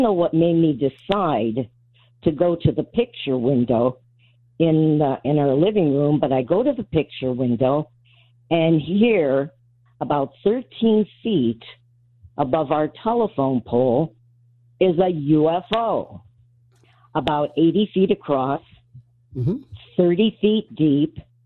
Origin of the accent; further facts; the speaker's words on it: Shaker Heights, Ohio, United States; also born or lived in Pepper Pike; Now, originally, I'm from Shaker Heights, Cleveland, Ohio. And we moved from Shaker Heights out to Pepper Pike.